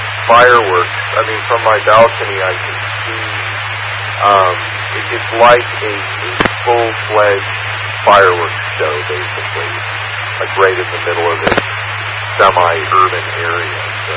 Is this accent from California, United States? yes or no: yes; Palo Alto, California, United States; I grew up in Palo Alto, California